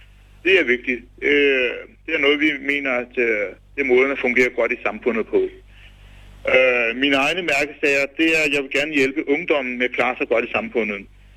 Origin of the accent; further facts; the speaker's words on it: Høje-Taastrup, Capital Region of Denmark, Denmark; Jeg er pakistansk mand fra Høje-Taastrup Kommune. Jeg er 27 år, uddannet revisor